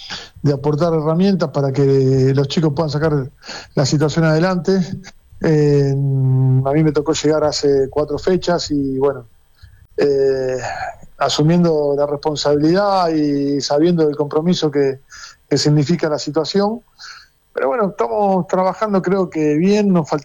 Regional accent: Rosario, Santa Fe, Argentina; allá por mis pagos, yo soy de Rosario.

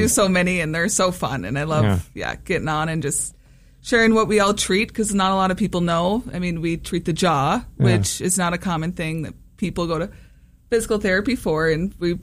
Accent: Breckenridge, Minnesota, United States; moved away as an adult; now in Alexandria, United States; I'm from Breckenridge, Minnesota.

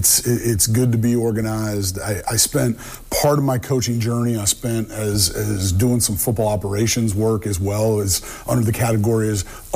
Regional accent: Maumee, Ohio, United States; also born or lived in West Virginia; that's right where I grew up in Maumee.

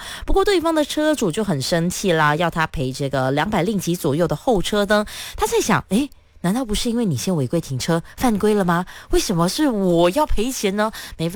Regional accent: Batu Pahat, Johor, Malaysia; 他是在巴图巴汉，我的家乡哦

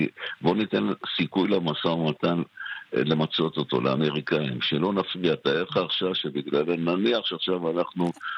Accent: Jerusalem, Jerusalem District, Israel; אני ירושלמי

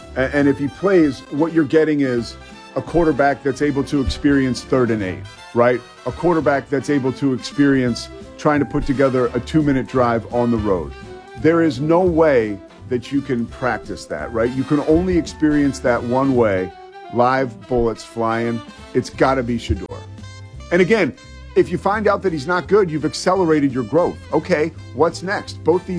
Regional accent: Philadelphia, Pennsylvania, United States; I'm from Philadelphia. I'm not shy about it, and I love the city.

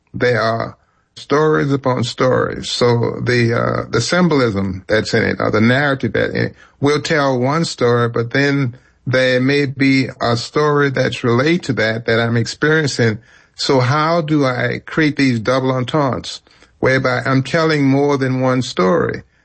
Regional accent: New Orleans, Louisiana, United States; growing up in the Magnolia Project around the Dewdrop

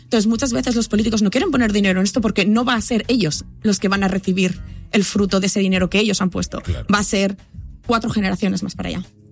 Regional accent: Castellón de la Plana, Valencian Community, Spain; moved away; Yo soy originaria de España, de una ciudad pequeñita llamada Castellón

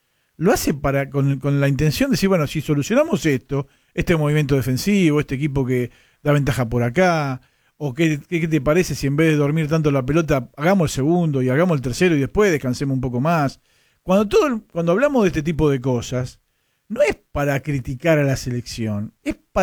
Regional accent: Argentina; somos argentinos, somos hinchas de la selección.

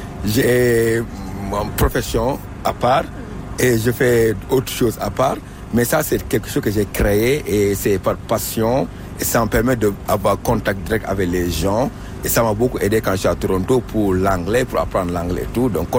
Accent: Senegal; now in Canada; Je viens du Sénégal, l'Afrique de l'Ouest.

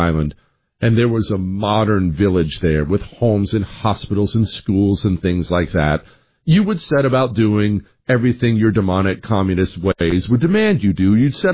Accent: Bozeman, Montana, United States; born or raised there

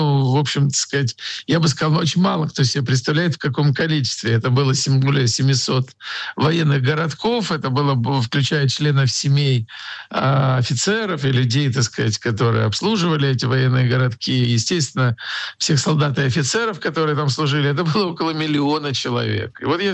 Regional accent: Kyiv, Ukraine; что происходит в моем родном городе, в Киеве, естественно, во всей стране, гражданином которой я стал после распада Советской империи в 1991 году

